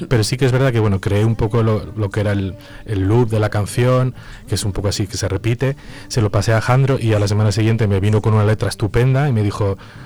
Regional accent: Salamanca, Castile and León, Spain; now in Zamora, Spain; yo no soy de Salamanca, soy charro, soy de Salamanca.

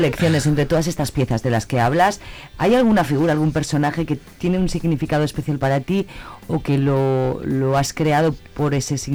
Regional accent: Pozuelo de Tábara, Castile and León, Spain; la de mi pueblo es el tafarrón de Pozuelo de Tábara

